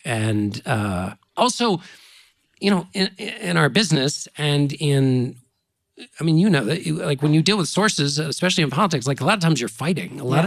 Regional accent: Washington, District of Columbia, United States

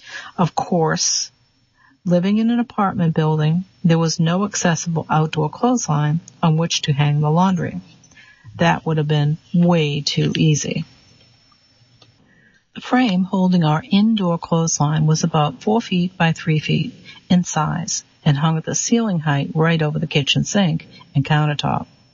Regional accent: Mount Vernon, New York, United States; were always as close as could be and were referred to in our neighborhood in Mount Vernon, New York, as the Irish twins.

